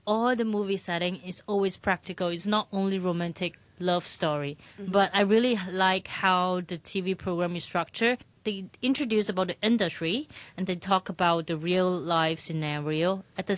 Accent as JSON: {"language": "English", "country": "Malaysia", "also_born_or_lived": "Hong Kong", "second_language": "English", "said": "I always tell people, I'm grateful that I'm from Malaysia, a diverse, cultured national. But then Hong Kong is where it shaped me."}